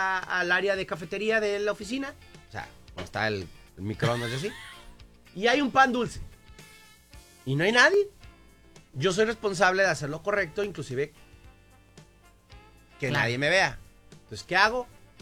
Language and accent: Spanish; Mexico; nuestra sociedad como sociedad mexicana